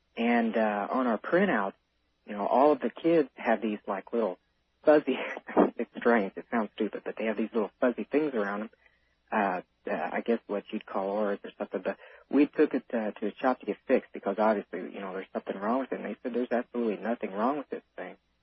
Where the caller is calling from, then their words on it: Evansville, Indiana, United States; I'm calling from Evansville, Indiana.